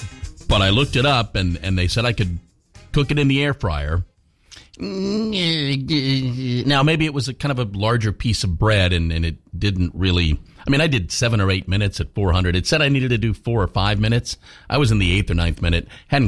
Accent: Virginia, United States; moved away; Again, I call it my home state. My home state of Virginia is 19th.

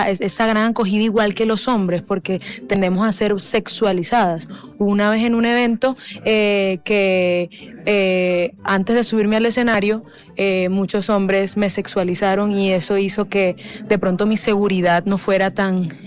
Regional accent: La Guajira, Colombia

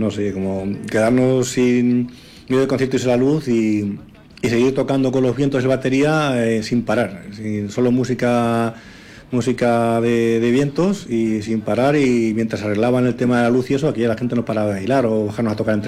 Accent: Villanueva de la Jara, Castilla-La Mancha, Spain; somos todos de la Jara.

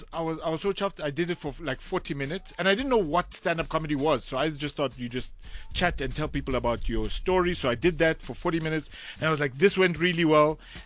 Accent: South Africa; So we're all South African.

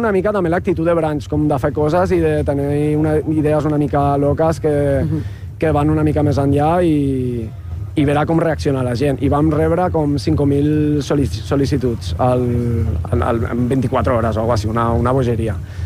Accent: Murcia, Region of Murcia, Spain; Catalan is a second language; now in Barcelona, Spain; Jo sóc de Múrcia, però xerraré en català perquè estic molt enxitxada.

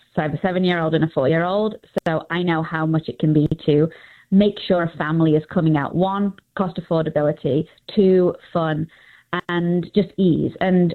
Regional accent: England, United Kingdom; moved away as an adult; now in North America; as you can all probably hear, I'm from England

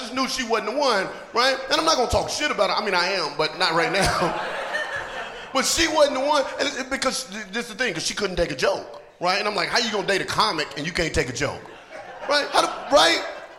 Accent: North Carolina, United States; I'm from the South, right? I'm from North Carolina, went to school in Atlanta, right?

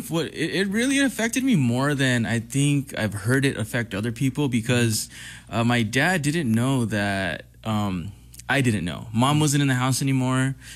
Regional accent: El Monte, California, United States; So I grew up in Cali.

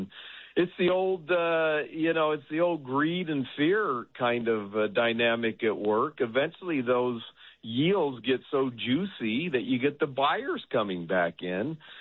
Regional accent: San Diego, California, United States; born or raised there

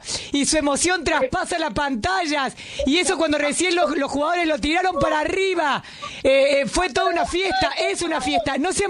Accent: Argentina

